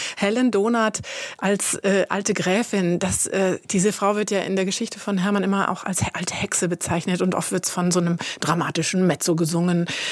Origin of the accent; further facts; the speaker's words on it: Munich, Bavaria, Germany; Kürzlich gab es die auch in München, wo ich herkomme